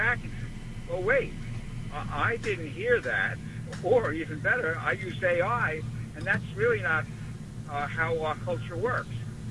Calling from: Huntington, New York, United States; But I'm in Huntington, Long Island.

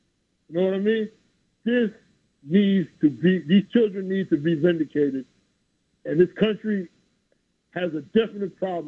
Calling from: Queens, New York, United States; from Jamaica, Queens.

